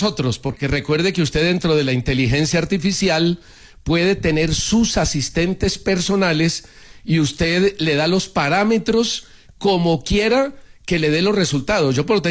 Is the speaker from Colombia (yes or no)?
yes; Colombia; Y usted ya conoce cómo somos los colombianos.